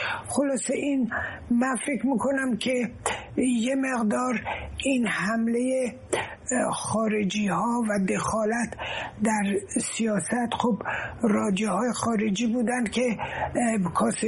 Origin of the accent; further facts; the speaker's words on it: Iran; moved away; اینه که ایران آزاد بشه، این مهمه و اون از هر چیزی بر من مهمتره. البته اگه یه روزی بتونم پامو به وطنم بذارم، یه روز بزرگی برام خواهد بود.